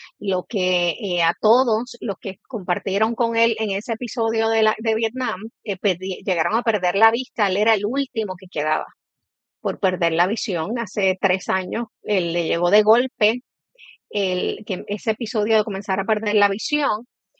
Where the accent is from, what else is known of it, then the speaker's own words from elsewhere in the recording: Mayagüez, Puerto Rico; Y una, por supuesto, en Mayagüez, que es mi pueblo natal.